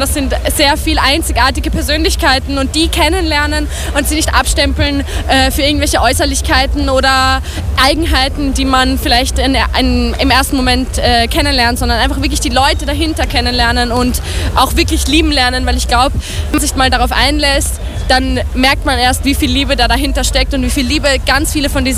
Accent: Vienna, Austria; Wir sind nämlich aus Wien, aus dem 22. Bezirk, aus dem EEG Donaustadt

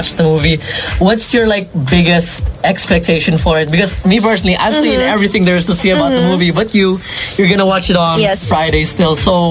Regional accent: Philippines; as a Filipino

